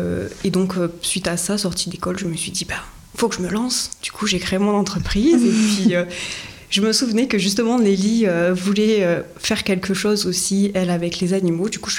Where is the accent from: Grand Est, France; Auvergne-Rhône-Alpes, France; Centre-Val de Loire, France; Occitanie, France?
Occitanie, France; dire que je suis même gersoise pure souche.